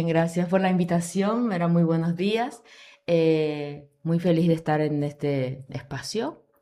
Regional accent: Paraguay; Yo he tenido la oportunidad de ir a estudiar en Japón y definitivamente soy paraguaya. Regresé.

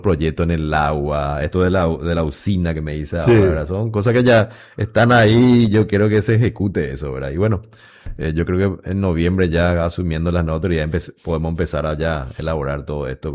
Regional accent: Encarnación, Itapúa, Paraguay; Yo me formé en Encarnación. Nací acá, crecí, estudié en el CRE, estudié en el Colegio Técnico. Jugué acá por este barrio, por el barrio El Paso.

